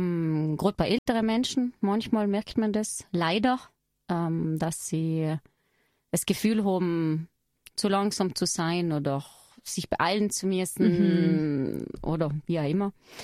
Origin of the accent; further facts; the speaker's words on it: Trentino-Alto Adige, Italy; ich bin eine Südtirolerin, bin heuer 40 Jahre alt geworden